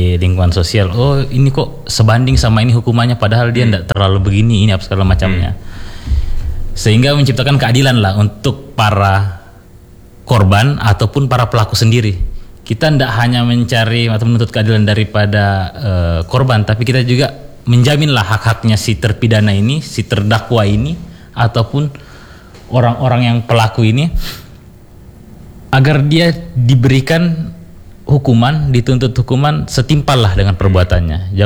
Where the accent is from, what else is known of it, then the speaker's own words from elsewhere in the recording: Toraja, South Sulawesi, Indonesia; moved away; Saya asli Toraja.